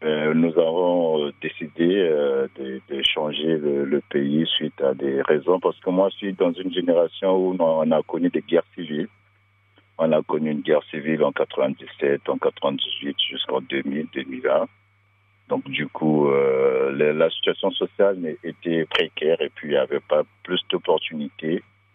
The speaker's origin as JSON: {"language": "French", "country": "Republic of the Congo", "said": "Moi je suis du Congo Brazzaville."}